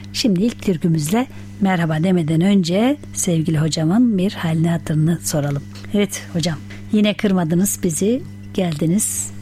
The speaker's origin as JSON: {"language": "Turkish", "region": "Antalya", "country": "Turkey", "tie": "born there", "moved": "yes", "said": "ben geçtiğimiz hafta Antalya'daydım, memleketimde."}